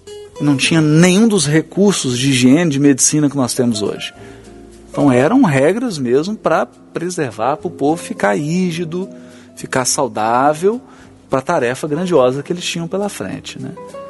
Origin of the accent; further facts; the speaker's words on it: Brazil; Uma marca cultural, como nós brasileiros temos, né?